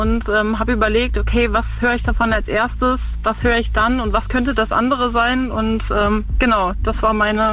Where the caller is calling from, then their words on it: Halver, North Rhine-Westphalia, Germany; Ich komme aus Helfer bei Lüdenscheid, bei der schrecklichen Brücke.